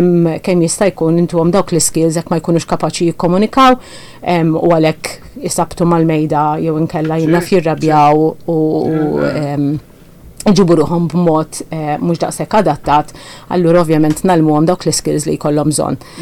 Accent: Birkirkara, Central Region, Malta; Mal-ġenituri tiegħi kont noqgħod bil-Kirkara, għamil żmien twil ngħix hemmhekk, kont immur skola l-Imrieħel, il-Junior Lyceum, viċin ħafna kont nimxi għall-iskola

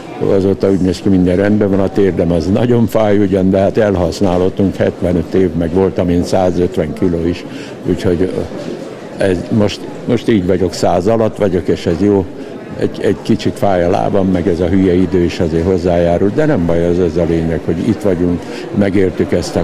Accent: Budapest, Hungary; Magyarország a hazám és Kőbánya. Én itt születtem a Gizellába, és itt lakom Kőbányán, és ide kötnek a szép emlékek.

